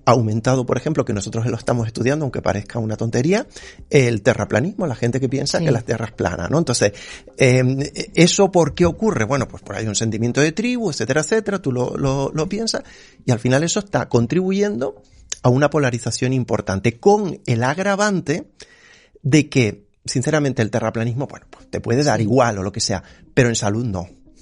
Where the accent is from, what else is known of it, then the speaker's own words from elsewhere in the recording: Canary Islands, Spain; Yo soy canario, además, yo soy de Tenerife.